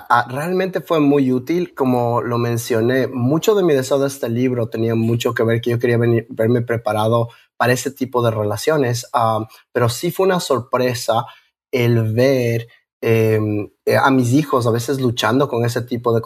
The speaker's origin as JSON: {"language": "Spanish", "country": "Ecuador", "said": "mi esposa es de los Estados Unidos, yo soy ecuatoriano, pero ellos viven en una cultura doble donde mi esposa les habla en inglés. Yo les hablo en español lo que más puedo"}